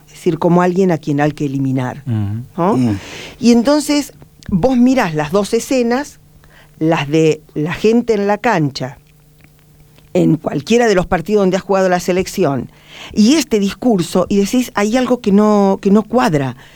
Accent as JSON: {"language": "Spanish", "country": "Argentina", "said": "Soy argentino de la cuna hasta el cajón, por Malvinas, por el Diego"}